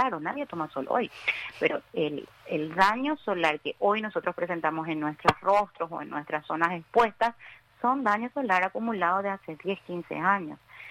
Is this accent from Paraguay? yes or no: yes; Paraguay; Nosotros somos paraguayos, tenemos calor siempre. Así que el hecho de vivir en Paraguay